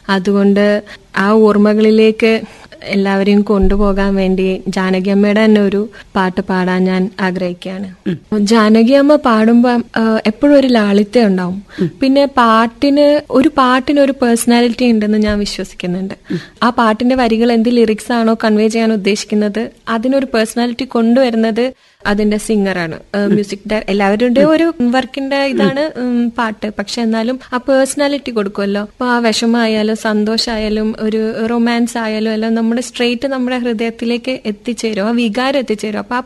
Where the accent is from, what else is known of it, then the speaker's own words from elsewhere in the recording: Kannur, Kerala, India; ഞാൻ കണ്ണൂരാണ് ജനിച്ചു വളർന്നത്.